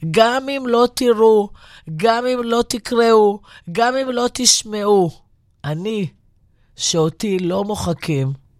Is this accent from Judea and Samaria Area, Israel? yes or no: no; Or Yehuda, Tel Aviv District, Israel; born there; first language Judeo-Arabic (Baghdadi); Hebrew is a second language; אני נולדתי ודיברתי ערבית עד גיל 5. במעברה בכפר אנה אור יהודה.